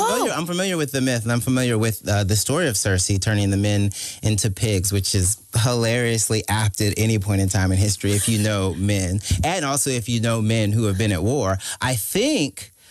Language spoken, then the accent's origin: English; United States; I grew up in America during the age of, sad to bring it up, but school shootings.